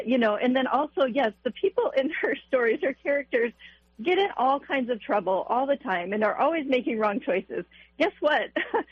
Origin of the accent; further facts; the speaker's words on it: United States; Yeah, I'm from the north. Not only am I from the north, I grew up on a reservation, on a Lakota reservation. So my life started in another world.